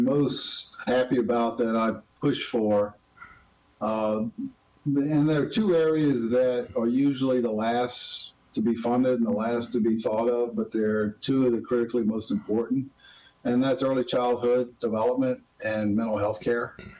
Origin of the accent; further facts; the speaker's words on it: Gonzales, United States; I was going to say I grew up in Gonzales, but maybe we already covered that.